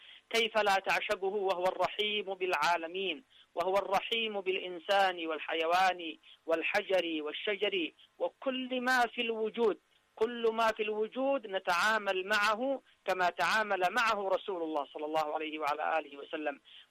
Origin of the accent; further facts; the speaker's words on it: Yemen; فيما بيننا كيمنيين